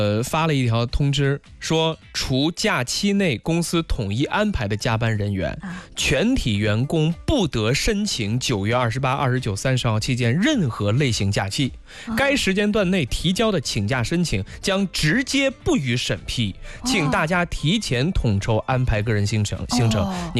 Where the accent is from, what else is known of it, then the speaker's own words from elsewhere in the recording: China; 我们中国人有自己的"假如给我三天光明"